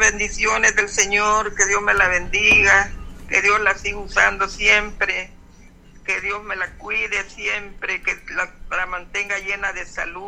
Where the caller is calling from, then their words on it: Zacapa, Guatemala; la llamo de Sanzuela Zacapa.